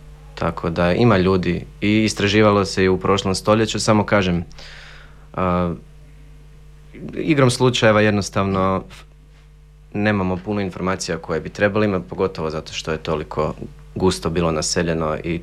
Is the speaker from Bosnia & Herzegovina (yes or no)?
no; Zagreb, City of Zagreb, Croatia; Ja sam iz Zagreba.